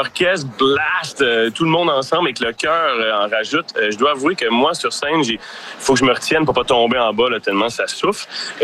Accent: Repentigny, Quebec, Canada; D'où je viens? Moi, je viens de Lanaudière.

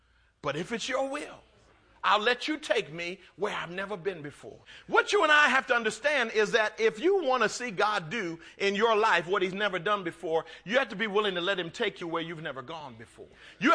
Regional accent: Philadelphia, Pennsylvania, United States; moved away as an adult; now in San Francisco Bay Area, United States; I grew up in Philadelphia

